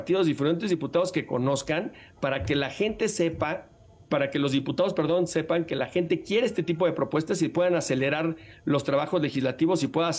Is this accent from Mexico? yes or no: yes; Mexico; te hablo de la Ciudad de México, que es lo que más conozco